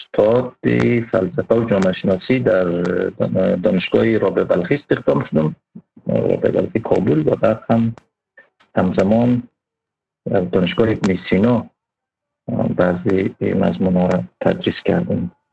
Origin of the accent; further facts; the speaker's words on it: Daykundi, Afghanistan; born there; moved away; also born or lived in Pakistan / Iran; من سال 1985 در ولایت دایکنډی افغانستان به دنیا آمدم و یک دوباره به خاطر جنگ های داخلی مهاجر شدم، مدتی در پاکستان و مدتی هم در ایران اینا مهاجر بودم.